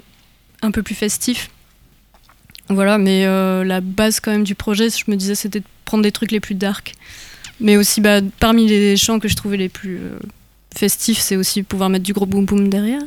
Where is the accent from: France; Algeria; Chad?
France; Occitanie; now in Rennes, France; la petite ville même d'où je viens